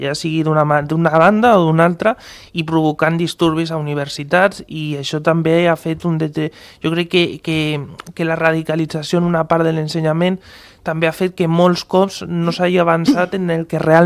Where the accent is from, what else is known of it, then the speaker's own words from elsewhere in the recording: Catalonia, Spain; Jo defenso el català, jo soc català.